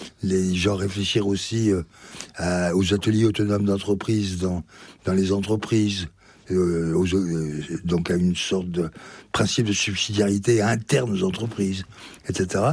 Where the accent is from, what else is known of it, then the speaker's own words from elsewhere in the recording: Belley, Auvergne-Rhône-Alpes, France; Et après, j'étais chez moi, je suis chez moi à Belley.